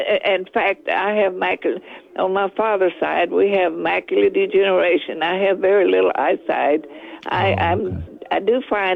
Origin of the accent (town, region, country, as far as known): Schulenburg, Texas, United States; also born or lived in Freiburg, Texas